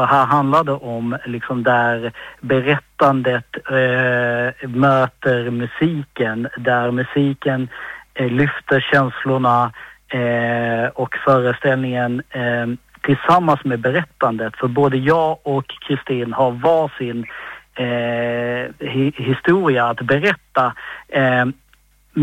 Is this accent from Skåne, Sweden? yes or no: yes; Malmö, Skåne, Sweden; now in Stockholm, Sweden; Malmö är min hemstad och det är jättevackert och jättefint. Numera bor jag ju i Stockholm